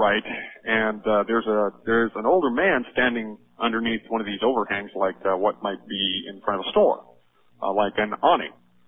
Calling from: Monmouth, Oregon, United States; I'm calling from Monmouth, Oregon.

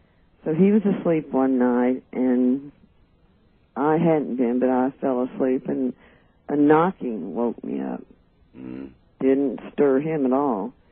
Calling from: Kansas City, United States; I'm from Kansas City.

